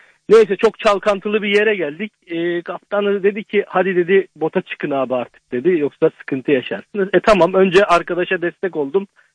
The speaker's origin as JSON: {"language": "Turkish", "region": "Rize", "country": "Turkey", "said": "Rizeliyim ben."}